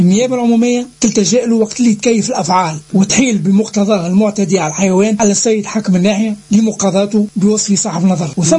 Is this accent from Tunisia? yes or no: yes; Tunisia; لأنك طرحت موضوع عميق وخطير ومأساوي في بلادنا تونس